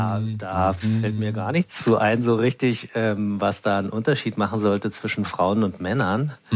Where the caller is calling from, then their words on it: Cottbus, Brandenburg, Germany; Aus Cottbus